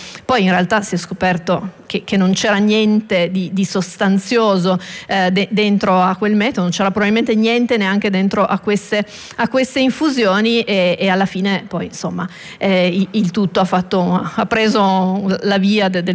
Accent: Turin, Piedmont, Italy; Tra l'altro io sono di Torino e Stamina nasce a Torino da Vannoni

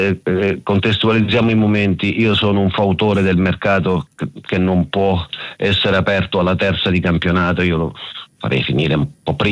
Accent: Taranto, Apulia, Italy; la mia città natale Taranto

